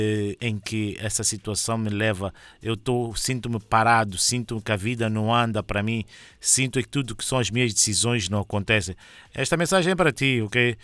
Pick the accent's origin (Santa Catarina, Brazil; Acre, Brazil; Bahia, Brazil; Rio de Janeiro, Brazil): Bahia, Brazil; Peça a música da Bahia, eu sou da Bahia